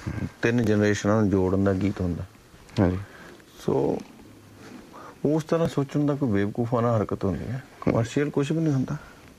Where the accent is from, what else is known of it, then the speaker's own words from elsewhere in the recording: Punjab, India; ਅਸੀਂ ਪੰਜਾਬੀ ਹਾਂ, ਪੰਜਾਬ ਦੀ ਗੱਲ ਕਰਾਂਗੇ, ਸਾਨੂੰ ਤਾਂ ਖੇਤਾਂ ਦਾ, ਆਪਦੇ ਮਜ਼ਦੂਰਾਂ ਦਾ ਪਿਆਰ ਹੈ